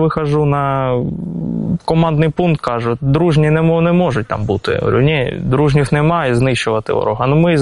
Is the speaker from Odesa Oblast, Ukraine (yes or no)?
no; Bakhmut, Donetsk Oblast, Ukraine; тому що я родом з Бахмута.